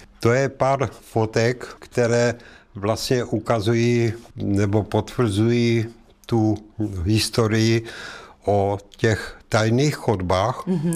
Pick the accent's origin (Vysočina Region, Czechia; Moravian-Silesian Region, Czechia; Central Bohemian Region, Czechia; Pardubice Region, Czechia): Moravian-Silesian Region, Czechia; Bohumín; born there; Starý Bohumín je vlastně moje rodiště, takže v mém srdci je samozřejmě Starý Bohumín moje nej.